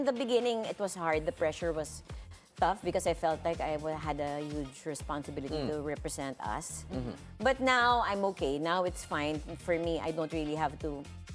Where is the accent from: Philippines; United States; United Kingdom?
Philippines; accent: Pinoy (Filipino-mixed); may pagka ano halong Pinoy my accent now, di ba? There it's also may halong Pinoy, but it's more influenced of someone living there for like 5 years. A short period of time.